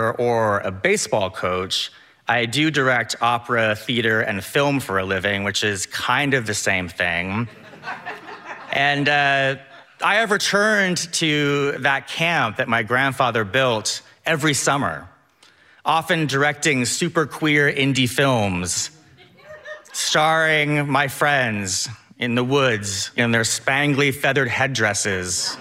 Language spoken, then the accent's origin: English; Maine, United States; This was 1998, and so all we knew from growing up in Maine was what we saw on the news.